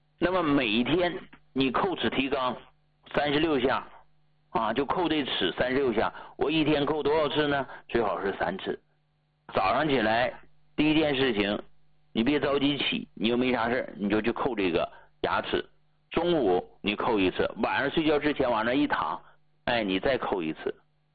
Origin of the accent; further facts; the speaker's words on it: Hegang, Heilongjiang, China; 我老家呀是黑龙江鹤岗的。过去农村的老头老太太呀，他没事的时候，他不都出来晒太阳吗？